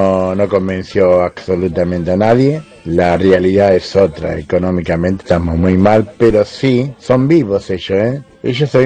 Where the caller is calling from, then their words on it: Buenos Aires, Argentina; de Microcentro.